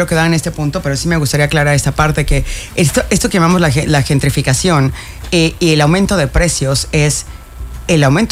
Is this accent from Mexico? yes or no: yes; Mexico